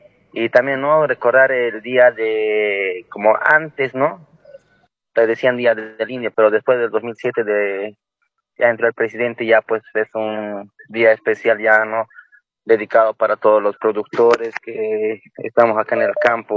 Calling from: Oruro, Bolivia; Estoy llamando de acá, de Oruro.

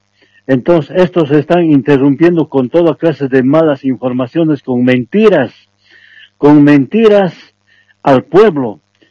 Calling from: Villa Rivero, Cochabamba, Bolivia; De aquí de Villa Rivero

